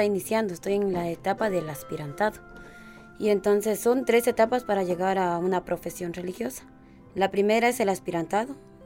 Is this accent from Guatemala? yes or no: yes; Guatemala; now in Honduras; Vengo desde Guatemala, el llamado de mi Señor Jesucristo me lo hizo a esta congregación, a venir aquí al pueblo catracho, como ustedes le llaman.